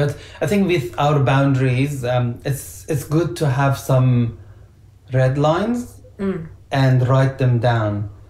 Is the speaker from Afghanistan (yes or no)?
yes; Afghanistan; we're from Afghanistan